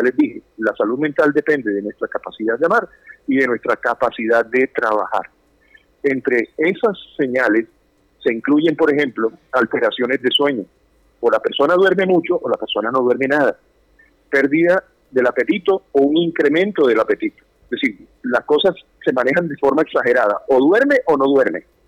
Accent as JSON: {"language": "Spanish", "country": "Colombia", "said": "te voy a hablar como creyente y como ciudadano colombiano."}